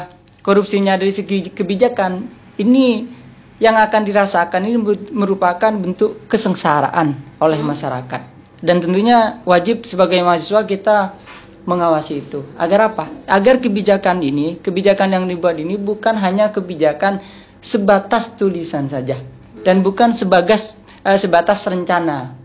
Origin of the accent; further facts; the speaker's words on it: East Java, Indonesia; sebagai mahasiswa khususnya di Kabupaten Sampang, ini kami kan putra daerah